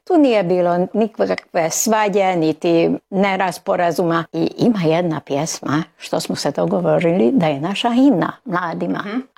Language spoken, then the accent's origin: Croatian; Udvar, Baranya, Hungary; Ja sam u Udvaru rođena, u onoj kući gdje ćemo i posjetiti.